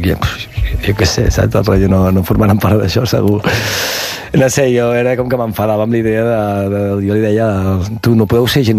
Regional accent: Verges, Catalonia, Spain; Jo sóc fill de Verges.

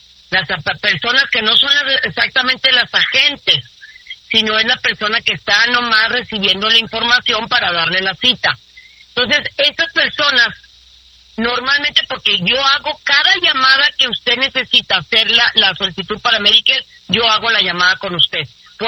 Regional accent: Mexico; Pero como somos buenos mexicanos, pues ahí estamos, ¿no?

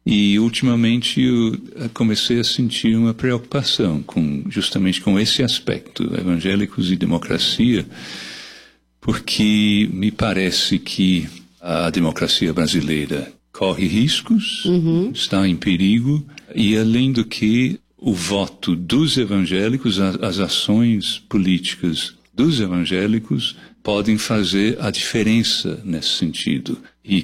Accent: England, United Kingdom; Portuguese is a second language; now in Brazil; Eu nasci na Inglaterra, nascido e criado na Inglaterra. Eu moro no Brasil desde 1976, tenho 50 anos.

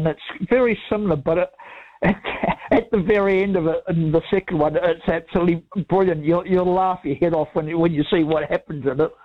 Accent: England, United Kingdom; I like the English comedy because I'm English myself

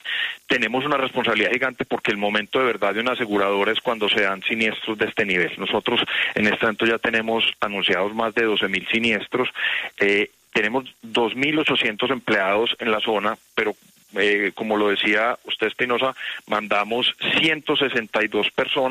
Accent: Colombia

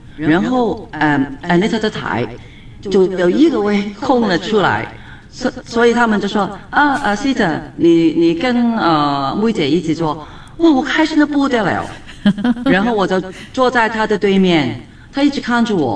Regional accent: Hong Kong; moved away as an adult; now in Singapore; ，我在过来新加坡之前

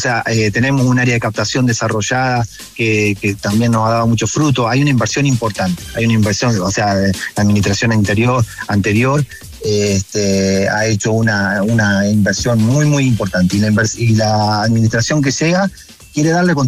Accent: Argentina; Discúlpeme, pero soy argentino, discúlpeme.

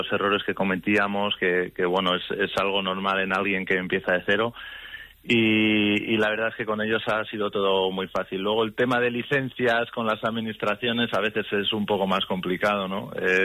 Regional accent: Yebra, Castilla-La Mancha, Spain; soy un enamorado de mi pueblo

